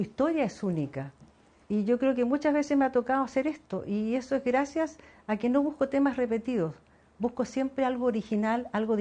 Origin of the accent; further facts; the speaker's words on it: Punta Arenas, Magallanes and Chilean Antarctica, Chile; nacida en la bahía de Punta Arenas, mujer